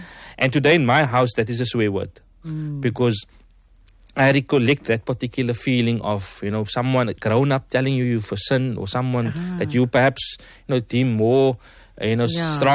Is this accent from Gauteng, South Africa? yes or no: no; Cape Town, Western Cape, South Africa; So I grew up in Lavender Hill and as well as Grassy Park area.